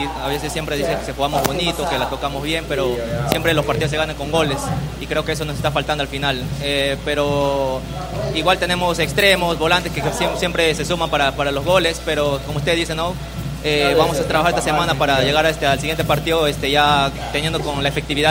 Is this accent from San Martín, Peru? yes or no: yes; Barranquita, San Martín, Peru; also born or lived in Tarapoto; Yo nací en Tarapoto, pero siempre me he criado en Barranquita, por el Pón de Cainarachi. Soy de ahí y estoy muy orgulloso